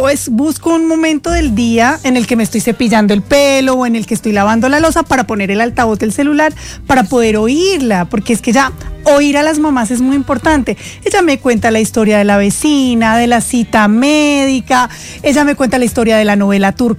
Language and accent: Spanish; Eje Cafetero, Colombia; moved away; nosotras las familias cafeteras, las familias también colombianas